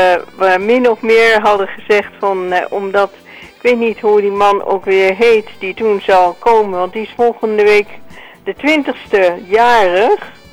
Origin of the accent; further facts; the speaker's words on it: Amstelveen, North Holland, Netherlands; born there; Nee, ik ben in Amstelveen geboren.